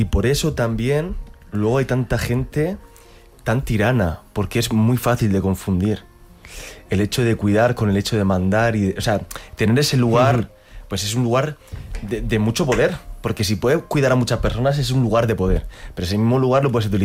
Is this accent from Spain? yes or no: yes; Region of Murcia, Spain; muchísima gente de mi tierra, que yo soy murciano